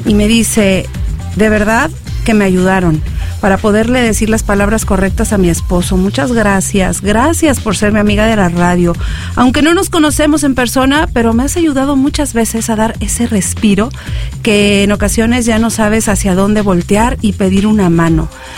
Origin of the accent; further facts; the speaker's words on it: Tulancingo, Hidalgo, Mexico; born there; la ciudad de Tulancingo, Hidalgo, mi tierra natal.